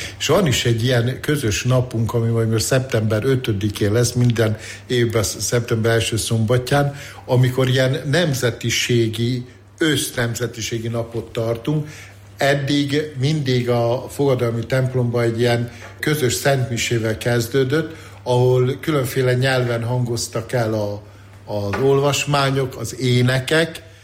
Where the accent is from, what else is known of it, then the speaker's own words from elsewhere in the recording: Drávasztára, Baranya, Hungary; moved away; also born or lived in Sellye; én Sejjén születtem, ez Dráva parti kisváros, de Dráva sztárán nevelkedtem.